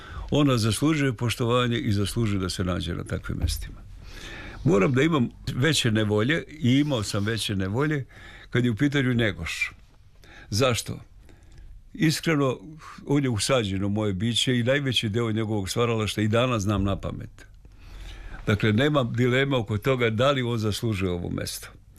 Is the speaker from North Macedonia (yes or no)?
no; Serbia